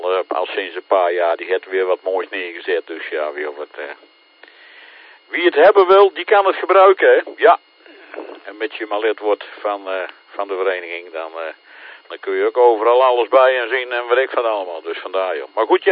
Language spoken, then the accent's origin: Dutch; Ede, Gelderland, Netherlands; moved away; ik kom oorspronkelijk uit Ede